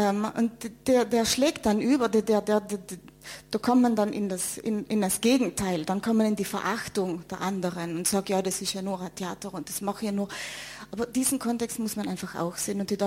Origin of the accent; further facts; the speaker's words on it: Trentino-Alto Adige, Italy; Wir Südtiroler sind italienische Staatsbürger, die schlechtes Italienisch sprechen und in Italien immer fremd sind und nie adäquat als Staatsbürger anerkannt werden